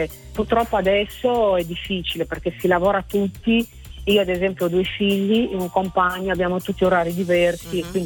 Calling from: Verona, Veneto, Italy; io a Verona, sono di Verona

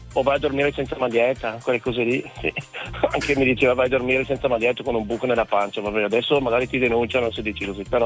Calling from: Robecco sul Naviglio, Lombardy, Italy; io sono di Robecco sul Naviglio, provincia di Milano, fra le province di Pavia, Novara e Milano, triangolo lì di vicino a Vigevano

